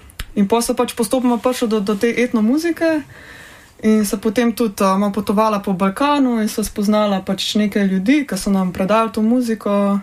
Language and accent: Slovenian; Ljubljana, Central Slovenia, Slovenia; Ja, mi da sva iz Ljubljane, če si to mislil.